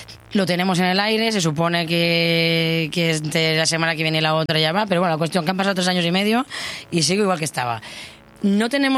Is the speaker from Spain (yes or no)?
yes; Polop, Valencian Community, Spain; yo evidentemente sé que quiero vender de mi pueblo.